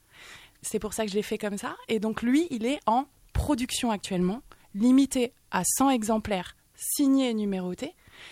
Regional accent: Rennes, Brittany, France; also born or lived in Périgueux; Mais je suis née en Dordogne, à Périgueux. J'avais des parents militaires, donc j'ai un peu déménagé. Mais c'est en Bretagne, à Rennes, où j'ai passé le plus de temps.

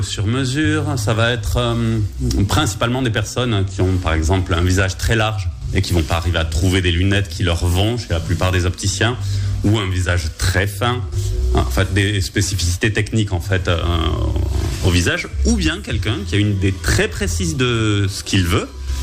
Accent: Toulouse, Occitanie, France; Je suis toulousain depuis toujours

